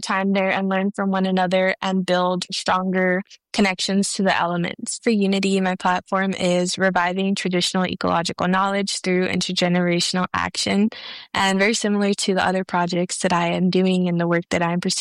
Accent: Tucson, Arizona, United States; I come from the Pascua Yaqui tribe, bario libre, and new Pascua communities in Tucson, Arizona.

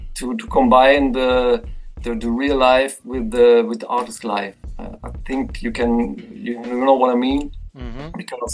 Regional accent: Berlin, Germany; I'm from Germany, from the old GDR generation. I'm from the east side of Berlin

